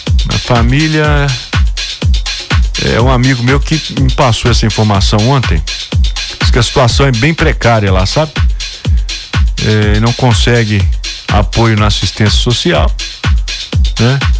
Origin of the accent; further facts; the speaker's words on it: João Monlevade, Minas Gerais, Brazil; Sou aqui de Molevade